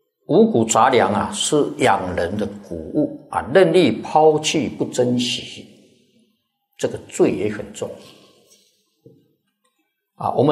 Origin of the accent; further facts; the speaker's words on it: Taiwan; 我们是台湾来的啊。